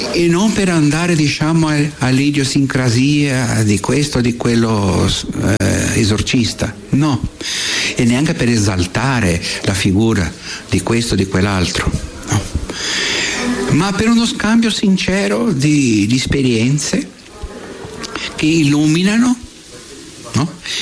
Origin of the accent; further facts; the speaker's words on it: Brazil; Io vengo dal Brasile e ne abbiamo giù.